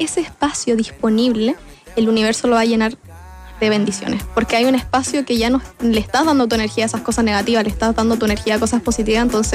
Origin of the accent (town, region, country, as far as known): Chile